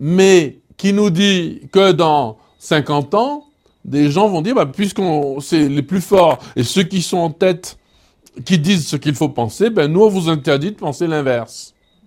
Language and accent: French; Antilles, France; « faut pas faire mal élevé », comme on dit chez nous aux Antilles